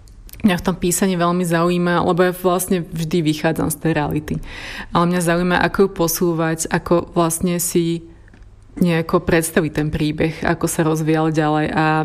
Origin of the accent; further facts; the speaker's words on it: Stará Turá, Trenčín Region, Slovakia; ja som zo starej Turej na Mijavských Kopaniciach a vlastne už som blízko hraníc s Moravou.